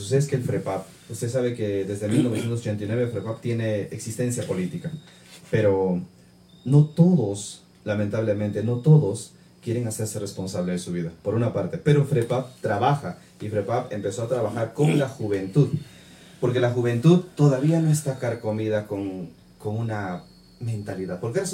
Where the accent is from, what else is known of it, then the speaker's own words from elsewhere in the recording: Villa Rica, Pasco, Peru; Yo soy de Villarrica.